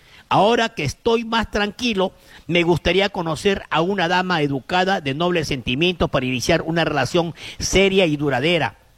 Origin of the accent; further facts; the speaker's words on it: Huancabamba, Piura, Peru; born there; Y en el DNI está el distrito, la provincia y el departamento de donde uno ha nacido, Huancabambino, a mucha honra.